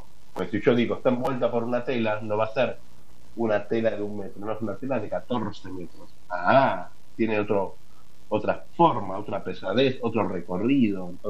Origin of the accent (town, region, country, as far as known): Argentina